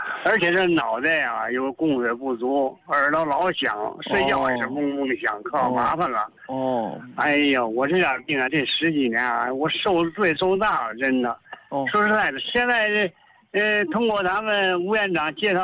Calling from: Shijiazhuang, Hebei, China; 我是河北石家庄的一个朋友，一个老患者了。

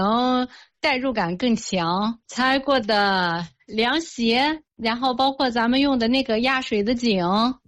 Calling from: Baoding, Hebei, China; 我是保定的。

